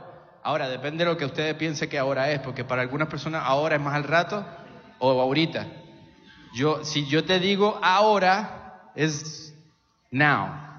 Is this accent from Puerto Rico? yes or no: yes; Puerto Rico; Mi esposa es de Venezuela, yo soy de Puerto Rico.